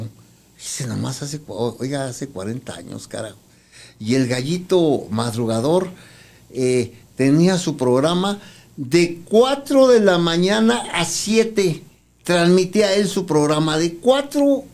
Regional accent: Ciudad Juárez, Chihuahua, Mexico; El Barrio Alto. Ahí nací, en el Barrio Alto

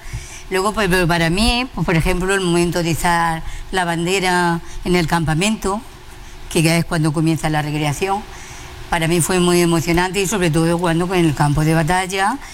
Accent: Bailén, Andalusia, Spain; es una representación de las mujeres de mi pueblo

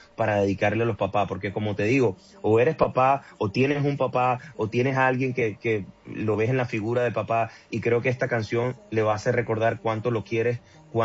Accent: Venezuela; Yo soy venezolano, así que yo más que nadie entiende situaciones políticas

